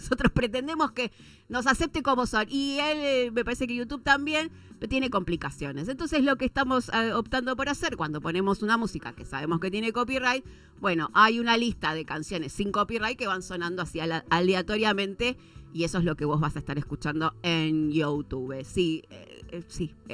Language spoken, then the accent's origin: Spanish; Argentina; como argentinos y argentinas